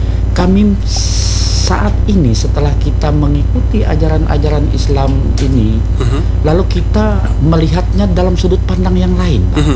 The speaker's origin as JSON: {"language": "Indonesian", "region": "Bakumpai area", "country": "Indonesia", "said": "Kita orang suku Dayak Bakumpai ini memiliki toleransi yang luar biasa."}